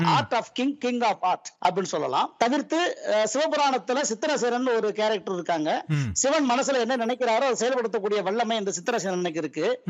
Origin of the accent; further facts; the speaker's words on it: Usilampatti, Tamil Nadu, India; நான் பிறந்து வளர்ந்தது எல்லாமே வந்து உசலம்பட்டி வட்டத்தில் இருக்கக்கூடிய நாட்டாமங்கலம் பஞ்சாயத்தில் உள்ள நாகலாபுரம்னு ஒரு குக்கிராமம், மதுரை மாவட்டம். மதுரை மாவட்டத்தில் உள்ள உசலம்பட்டி.